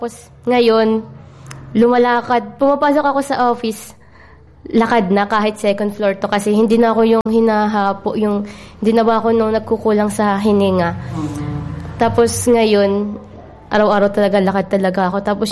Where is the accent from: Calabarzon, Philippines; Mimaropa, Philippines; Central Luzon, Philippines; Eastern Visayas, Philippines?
Calabarzon, Philippines; Lucban; mula sa Lucban, Quezon, Barangay Ayuti.